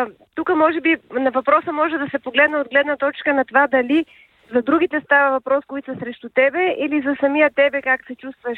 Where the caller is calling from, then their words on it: Sofia, Sofia City, Bulgaria; съм от София.